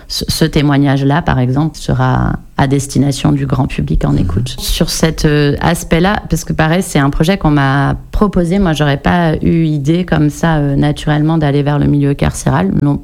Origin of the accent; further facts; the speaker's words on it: Nouvelle-Aquitaine, France; moi, je viens du Pays Basque, en fait.